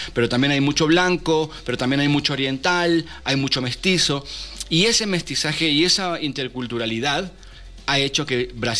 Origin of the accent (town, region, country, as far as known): Argentina